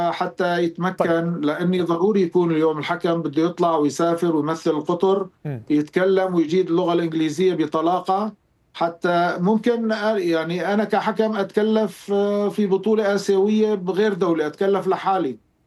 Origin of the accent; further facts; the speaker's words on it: Syria; أنا بهمني أطور التحكيم في بلدي، أنا بهمني أطور التحكيم السوري